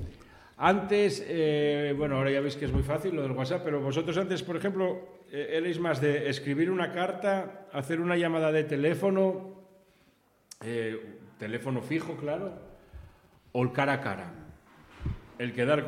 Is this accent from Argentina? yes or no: no; Vigo, Galicia, Spain; Mi madre, por ejemplo, cuando vinimos de Vigo para acá, cuando llamaba por ejemplo, a Maribel, que es una amiga de Vigo